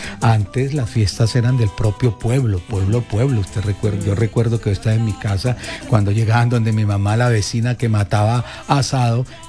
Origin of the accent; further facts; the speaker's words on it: Huila, Colombia; Nunca han dejado de existir en mi tierra gente del Huila y es dirigida y todos trompetas, trombones son huilenses.